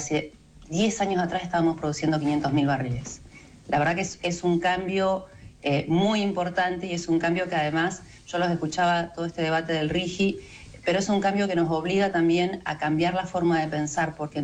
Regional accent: Neuquén, Argentina; soy acá de Neuquén

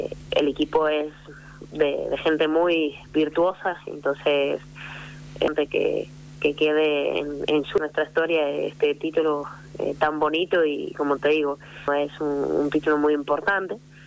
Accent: Portugal; Spanish is a second language; yo vengo de Portugal, aprecio el club, pero después tengo gente al lado que ha crecido en el club y que ama el club

